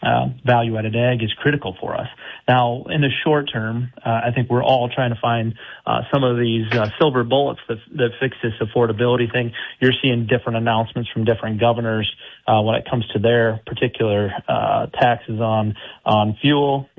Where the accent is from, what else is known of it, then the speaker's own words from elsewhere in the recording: Arlington, United States; You know, I grew up in Arlington in a real blue-collar family. Neither one of my parents graduated from college.